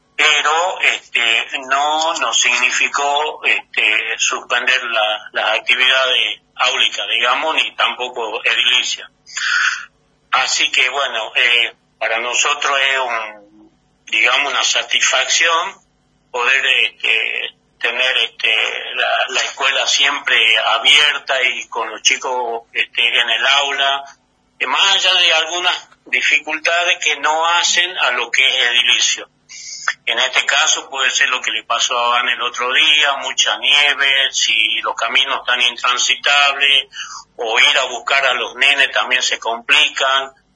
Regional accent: Salta, Argentina; moved away as an adult; now in Chubut, Argentina; Yo soy de Salta y estoy como inserto en la comunidad aborigen wichí.

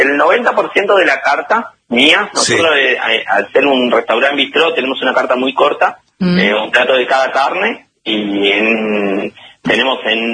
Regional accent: General Rodríguez, Buenos Aires Province, Argentina; moved away as an adult; now in Lago Puelo, Argentina; yo me crié en General Rodríguez, provincia de Buenos Aires

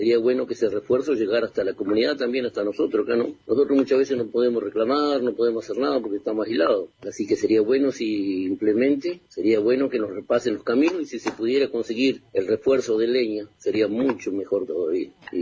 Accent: Argentina

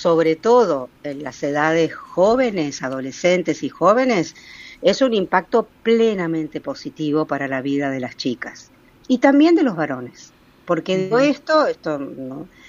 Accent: Buenos Aires, Argentina; De Ciudad de Buenos Aires

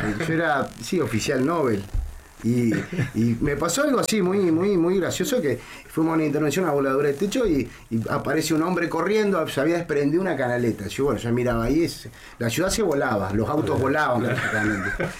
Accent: Río Gallegos, Santa Cruz, Argentina; born there; que ahora vienen los que somos de Río Gallegos, nacidos y acá

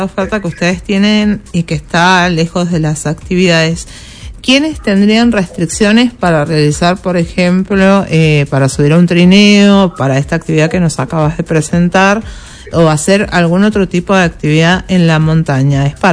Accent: Mendoza, Argentina; cómo hacemos los mendocinos para acreditar justamente que somos mendocinos

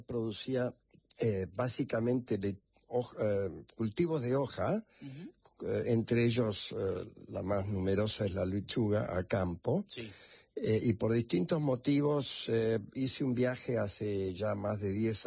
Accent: Argentina; born there; No, escocés de origen. Mi padre escocés.

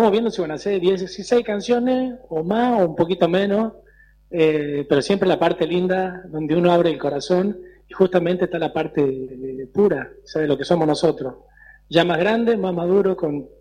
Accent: Catamarca, Argentina; Catamarca, mi tierra natal.

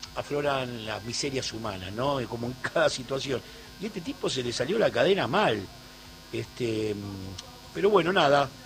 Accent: Argentina; somos Argentina

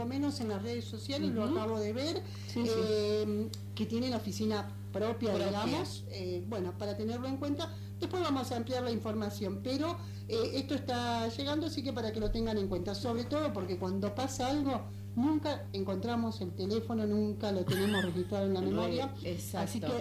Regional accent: Perito Moreno, Santa Cruz, Argentina; para quienes somos de Perito

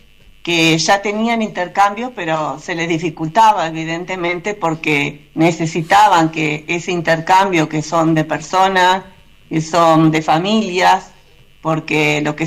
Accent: Paysandú, Uruguay; Yo además soy de Paysandú, soy sanducera, estoy mirando el Río Uruguay también acá

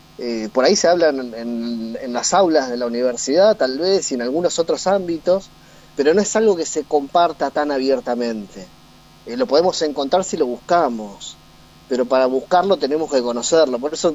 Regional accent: Argentina

